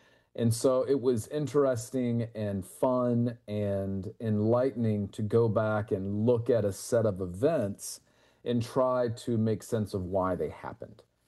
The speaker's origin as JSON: {"language": "English", "town": "Gastonia", "region": "North Carolina", "country": "United States", "tie": "born or raised there", "moved": "yes", "said": "I grew up in Gastonia, North Carolina, where the novel's set. I was the first generation in my family not to be born in a mill village."}